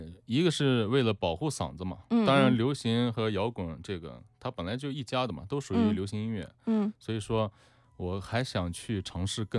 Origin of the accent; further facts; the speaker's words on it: Fugu, Shaanxi, China; 我从小生长在陕北